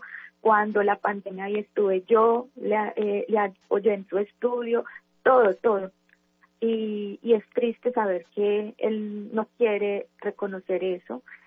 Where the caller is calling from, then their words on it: Manizales, Caldas, Colombia; En Manizales.